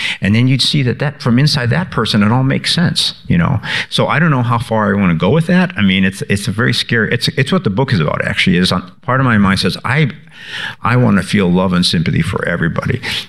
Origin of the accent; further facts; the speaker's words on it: Chicago, Illinois, United States; I grew up in Chicago on the South Side, and there was a very, very male-centered time.